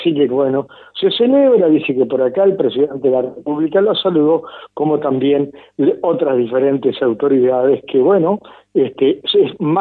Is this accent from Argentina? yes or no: no; Uruguay